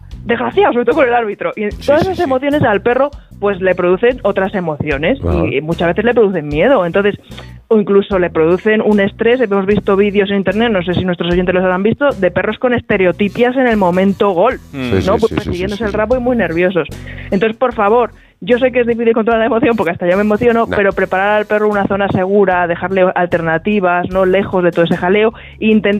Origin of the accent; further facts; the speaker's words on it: Spain; somos españoles y nos gusta ganar.